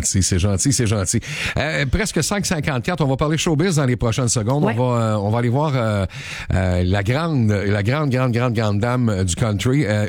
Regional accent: Quebec, Canada; Chez nous, au Québec

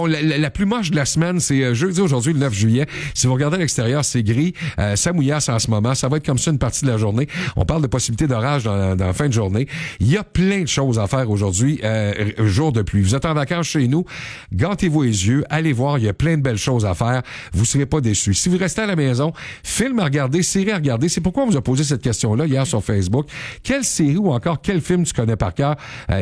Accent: Canada; Celle-là est chez nous au Canada.

